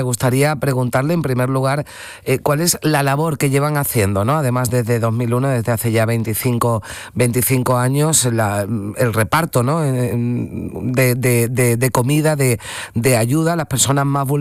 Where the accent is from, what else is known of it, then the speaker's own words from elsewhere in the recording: Seville, Andalusia, Spain; yo soy de Sevilla, que sé lo que es el calor